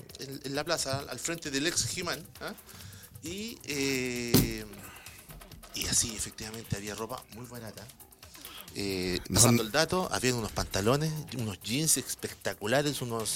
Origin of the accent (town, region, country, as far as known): Chile